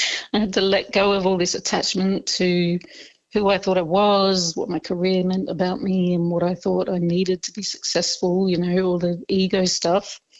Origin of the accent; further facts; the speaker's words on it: Melbourne, Victoria, Australia; also born or lived in Bellingen, New South Wales; I am from Naarm, Melbourne, living down here now. I was an old Bellingen local when I was just a little thing.